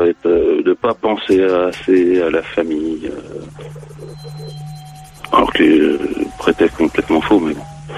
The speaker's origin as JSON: {"language": "French", "town": "Bondy", "region": "Île-de-France", "country": "France", "tie": "born or raised there", "moved": "as an adult", "lives_now": "Brittany, France", "said": "je me suis rendu compte que j'étais pas breton. je suis natif du 93, on a bondi."}